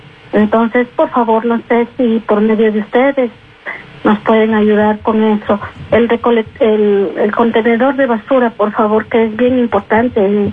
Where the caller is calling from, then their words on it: Quito, Pichincha, Ecuador; yo le llamo de Calderón, de la calle Punín.